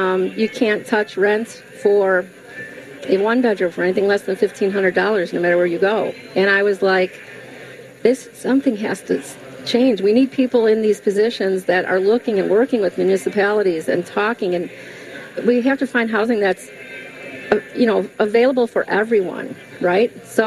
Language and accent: English; Chicago, Illinois, United States; also born or lived in Hoffman Estates, Illinois; now in McHenry County, Illinois, United States; I grew up in Cook County. I grew up on 21st Place in Damon in the Pilsen neighborhood.